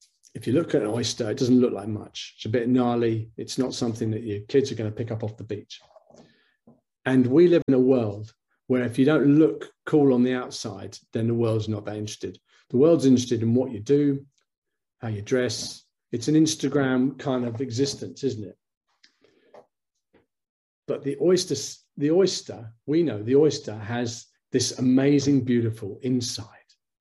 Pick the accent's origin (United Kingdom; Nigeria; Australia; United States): United Kingdom; London; I grew up in London. I still am a Londoner, but South London was a bit edgy when I was growing up, if you know what I mean.